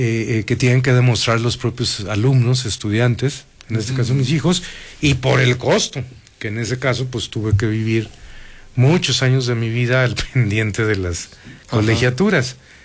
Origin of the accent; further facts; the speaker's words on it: Durango, Mexico; born there; Ya lo he dicho en estos micrófonos, nací en el Hospital General de Durango.